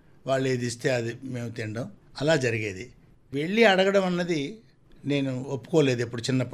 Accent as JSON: {"language": "Telugu", "town": "Gajapathinagaram", "region": "Andhra Pradesh", "country": "India", "tie": "born or raised there", "said": "నేను గజపతి నగరం మండలం విజయనగరం జిల్లా పురిటిపెంట అగ్రహారం అని ఒక విలేజ్లో పుట్టి అక్కడే 5th స్టాండర్డ్ వరకు చదువుకొని"}